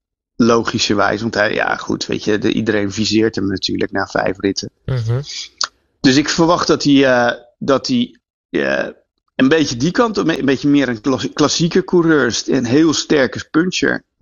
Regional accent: Netherlands; Voor de Nederlanders, ja, wij hebben er natuurlijk niet zo heel veel mee. Maar goed, wij zijn ook geen Spanjaarden.

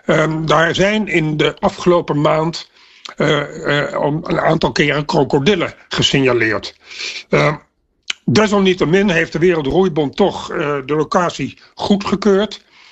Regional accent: Netherlands; Nou, daar moeten we natuurlijk heel erg blij mee zijn als Nederlanders.

